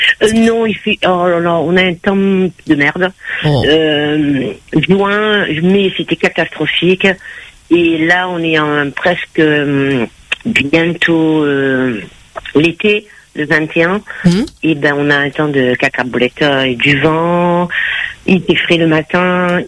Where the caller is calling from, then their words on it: Marseille, Provence-Alpes-Côte d'Azur, France; je vous appelle de Marseille.